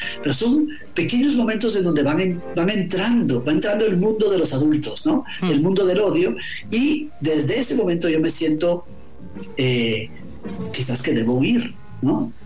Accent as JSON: {"language": "Spanish", "town": "Guatemala City", "region": "Guatemala Department", "country": "Guatemala", "tie": "born or raised there", "moved": "yes", "said": "yo soy guatemalteco, somos guatemaltecos"}